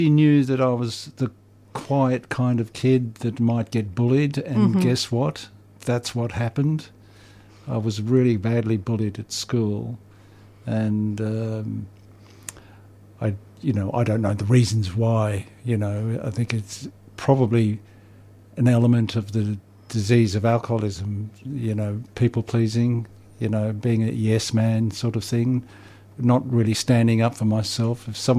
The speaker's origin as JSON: {"language": "English", "town": "Sydney", "region": "New South Wales", "country": "Australia", "tie": "born there", "also_born_or_lived": "Tumut, Australia", "said": "I grew up in Sydney."}